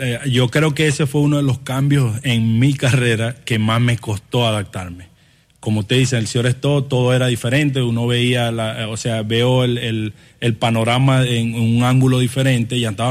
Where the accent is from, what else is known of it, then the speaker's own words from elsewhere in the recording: Venezuela; desde niño en mi pueblo, en Venezuela, yo crecí jugando todos los deportes, habidos y por haber.